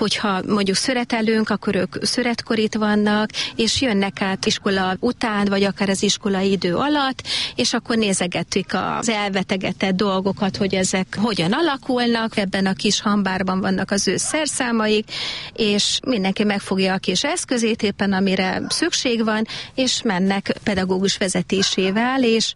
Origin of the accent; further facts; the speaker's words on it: Hungary; Magyar. Magyar, abszolút. Én magyar lány vagyok, igen.